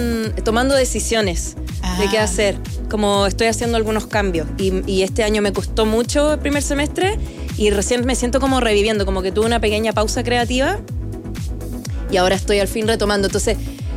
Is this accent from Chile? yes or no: yes; Chile; born there; first language English; Spanish is a second language; also born or lived in London